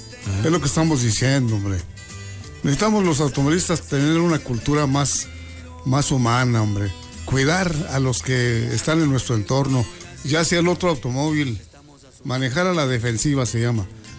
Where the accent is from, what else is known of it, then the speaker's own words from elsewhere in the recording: Mexico; Así somos los mexicanos.